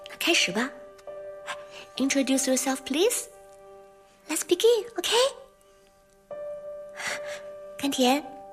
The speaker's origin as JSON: {"language": "Chinese", "region": "Shandong", "country": "China", "said": "来自山东，我是大家的英语老师"}